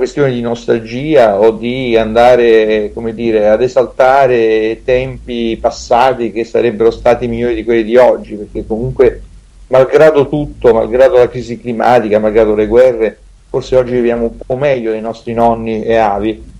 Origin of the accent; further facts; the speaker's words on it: Lazio, Italy; now in Rome, Italy; pur essendo un ragazzo di provincia, diciamo così, insomma, sono cresciuto dalle parti di Latina, tra Latina e Sabaudia